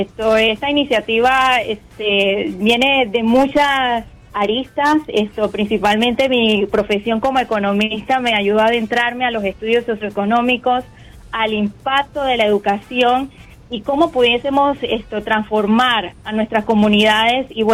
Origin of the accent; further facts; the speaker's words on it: Panama; Sí, yo soy de Panamá. Ese es mi país natal.